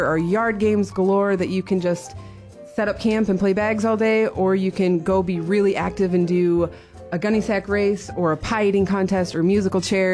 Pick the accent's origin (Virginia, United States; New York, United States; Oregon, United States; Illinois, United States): Illinois, United States; Poplar Grove; I'm from Poplar Grove. It's very close by. Close enough.